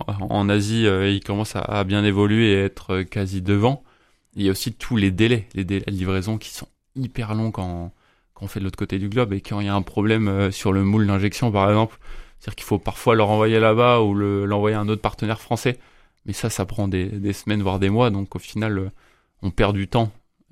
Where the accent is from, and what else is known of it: Brittany, France; born or raised there